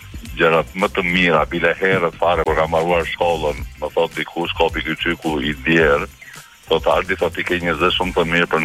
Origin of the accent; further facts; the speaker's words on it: Pogradec, Korçë County, Albania; Unë pas jam lindur dhe banos